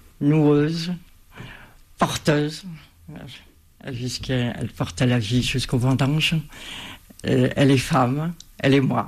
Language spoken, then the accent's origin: French; Dijon, Bourgogne-Franche-Comté, France; je suis de France, je suis de Dijon.